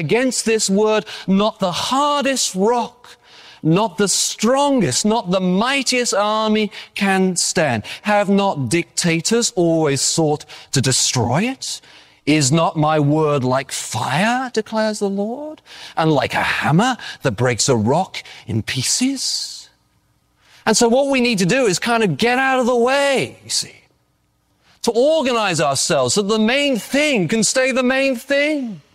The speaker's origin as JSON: {"language": "English", "region": "England", "country": "United Kingdom", "said": "Now, in case you haven't noticed, I am English. And I only mention it because I've had a few people tell me recently how much they like my accent."}